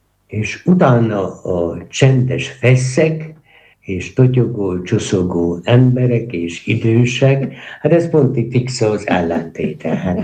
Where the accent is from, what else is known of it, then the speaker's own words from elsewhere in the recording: Harghita, Romania; moved away; én természetesen csiki székelyként